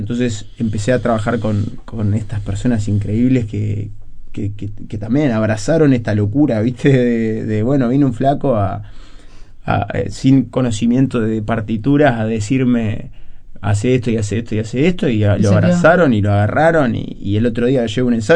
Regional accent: Uruguay; algo que nos pasa a los uruguayos

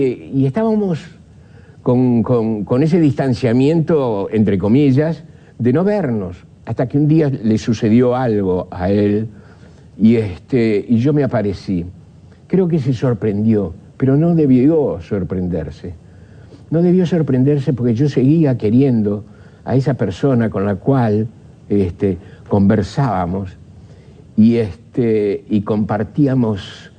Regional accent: Uruguay; Somos uruguayos

